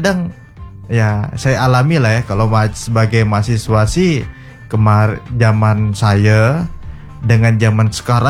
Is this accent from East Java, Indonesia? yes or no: no; Sintang, West Kalimantan, Indonesia; saya, Kak, karena berasal dari Sintang lah ya. Karena Sintang ini kan, bahkan wilayah Kalimantan Barat ini, Sintang termasuk regional 3T.